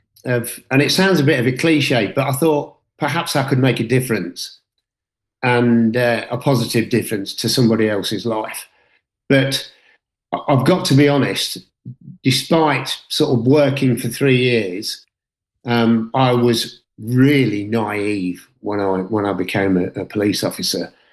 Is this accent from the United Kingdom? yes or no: yes; Leicester, East Midlands, United Kingdom; I was born and bred in Leicester. I still live in Leicestershire, and I was the youngest of three children, and we lived in a little terraced house in the centre of Leicester